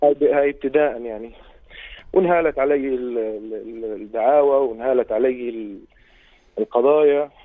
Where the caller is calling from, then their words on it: Jordan; ما شاء الله اقل شارع عندنا في الاردن فيه 3-4 دوريات